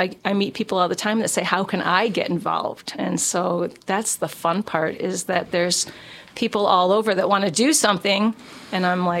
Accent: Evanston, Illinois, United States; moved away as an adult; Well, I'm from Evanston, Illinois, and met my husband there

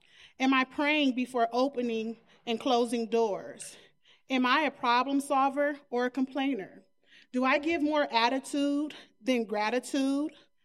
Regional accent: Long Beach, California, United States; now in New Mexico, United States; I am originally from Long Beach, California, and I have been living in New Mexico since 2019.

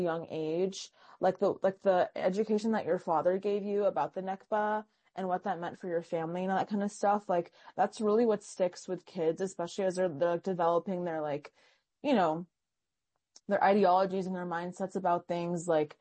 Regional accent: Tennessee, United States; because I grew up in Tennessee, and I just started to realize that like my country wasn't really being talked about anywhere.

